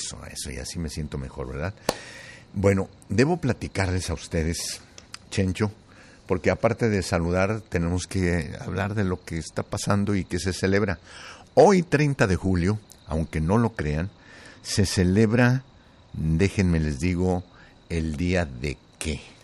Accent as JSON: {"language": "Spanish", "town": "Tlaltenango", "region": "Zacatecas", "country": "Mexico", "moved": "yes", "lives_now": "United States", "said": "mi rancho. Bueno, ya no es un rancho, es una ciudad muy progresista, se llama Tlaltenango, Zacatecas, y yo para apantallar a los gringos les digo que soy de Tlalte Hollywood"}